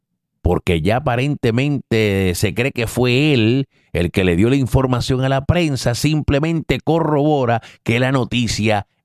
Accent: Caguas, Puerto Rico; como dicen, en mi pueblo dicen, ¡qué mamey! Allá en Caguas dicen, ¡qué mamey!

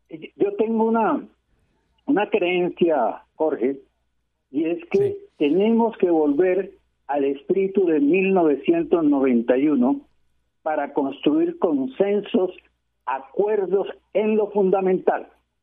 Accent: Puerto Colombia, Atlántico, Colombia; also born or lived in Barranquilla; Nací en Barranquilla, hospital de Barranquilla, y mi primera infancia o nuestra primera infancia de los 3 hermanos mayores la vivimos en Puerto Colombia

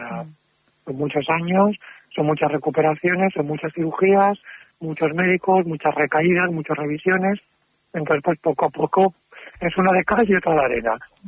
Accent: Valencia, Valencian Community, Spain; yo soy de Valencia

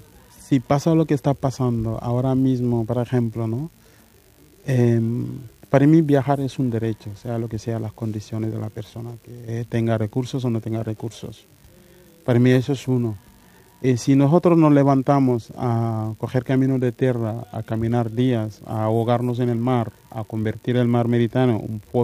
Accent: Senegal

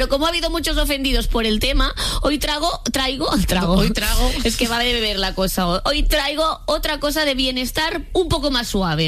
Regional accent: Catalonia, Spain; Yo bebo agua porque soy catalana, ¿vale?

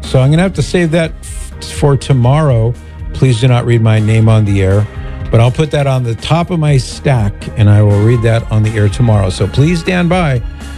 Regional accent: Mission Viejo, California, United States; And that's just down the street from where I grew up in Mission Viejo

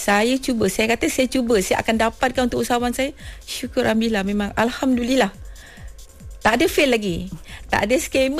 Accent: Lunas, Kedah, Malaysia; now in Kuala Lumpur, Malaysia; Saya berasal daripada Kedah.

